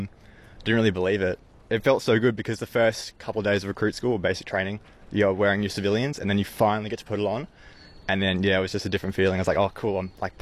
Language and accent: English; Brisbane, Queensland, Australia; now in Darwin, Australia; Brisbane. Brisbane, yeah, that was good.